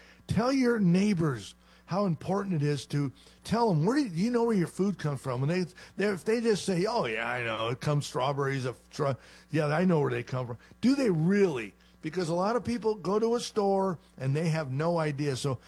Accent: California, United States; I'm from California, as you know, and California, let's talk labor for a minute, because labor is huge in California.

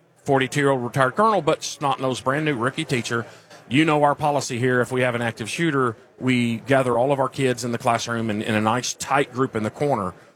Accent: Whitehall, Arkansas, United States; moved away as an adult; Yeah, I grew up in Whitehall, Arkansas, a little city about 30 miles south of Little Rock. Left there when I was 18

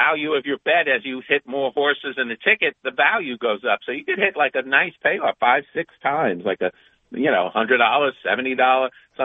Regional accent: New York, United States; I'm a Queens Village born and bred.

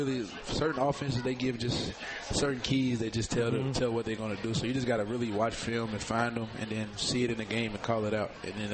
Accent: Louisville, Kentucky, United States; I grew up in the West End of Louisville.

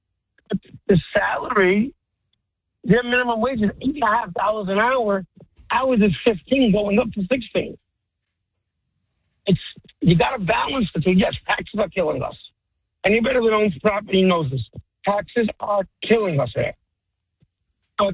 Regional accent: Brooklyn, New York, United States; now in New Jersey, United States; I was born and raised in Brooklyn.

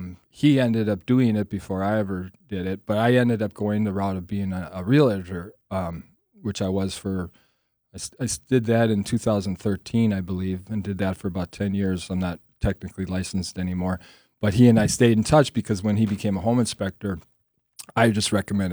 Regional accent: Milwaukee, Wisconsin, United States; I was born in Milwaukee, raised in Milwaukee. Technically, I think I live within 6 miles of where I first was ever born. Never farther away than six miles from where I was born. On the north side of Milwaukee.

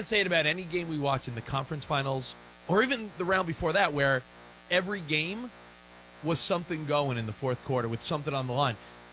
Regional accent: New York City, New York, United States; I grew up in New York, and I know what New Yorkers are made of. I know the cloth they're cut from. I know New York. I'm the only one here that lived in New York City.

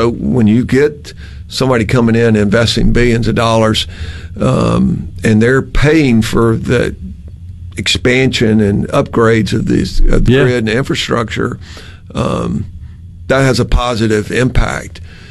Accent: Mississippi, United States; I mean, look, I'm from Yazoo

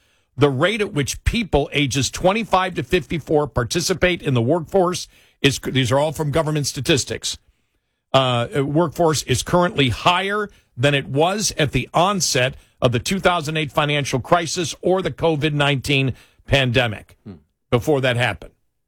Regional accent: Buffalo, New York, United States; the weirdest thing growing up in Buffalo, that I, somebody who grew up in Buffalo, where the temperature probably now is 75 degrees, 75 to 80 there

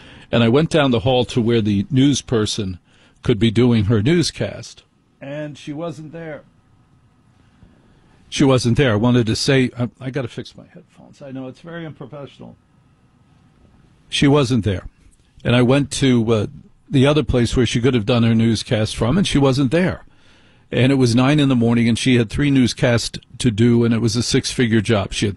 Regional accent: New Jersey, United States

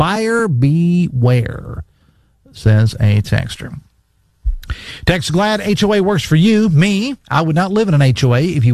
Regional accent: West Virginia, United States; I love this town that I grew up in. I lived in two different communities, areas growing up in Logan County. One was in the Mann area, or as it's known, the Tridelphia area, and also in the Logan area.

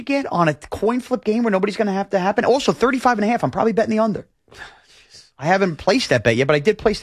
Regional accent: United States; Yeah, I'm an American.

